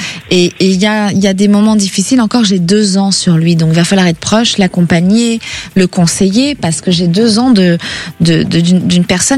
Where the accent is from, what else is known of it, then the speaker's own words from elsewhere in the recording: Villejuif, Île-de-France, France; Moi, j'ai grandi à côté, à Villejuif.